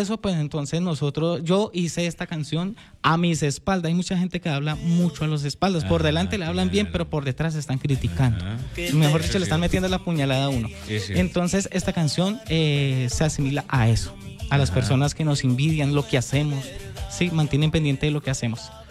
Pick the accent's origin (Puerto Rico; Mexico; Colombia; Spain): Colombia; Ibagué, Tolima; yo soy de acá, de la ciudad de Ibagué, netamente ibaguereño, orgullosamente ibaguereño de la ciudad musical.